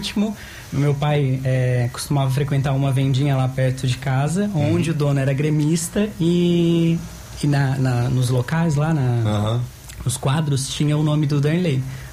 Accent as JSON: {"language": "Portuguese", "town": "Caputera", "region": "Santa Catarina", "country": "Brazil", "said": "Isso mesmo, sou de Caputera, atuo aqui na região, né, principalmente."}